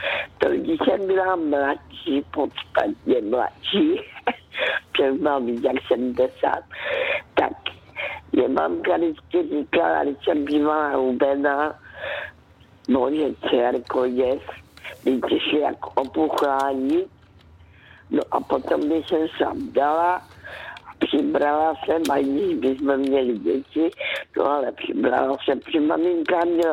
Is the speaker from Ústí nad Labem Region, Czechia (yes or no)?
no; Karolinka, Zlín Region, Czechia; já jsem dcerka z Valašska, kde se narodila v Karolince, kde je hrozně pěkné, aspoň mi se tam vždycky líbilo